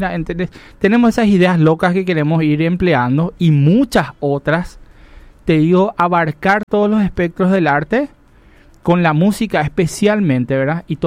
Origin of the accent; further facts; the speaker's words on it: Paraguay; Somos paraguayos.